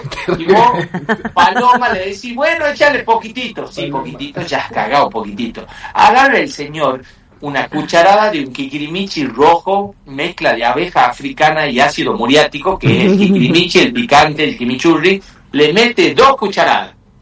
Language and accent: Spanish; San Miguel de Tucumán, Tucumán, Argentina; yo nazco en el 78 acá en Tucumán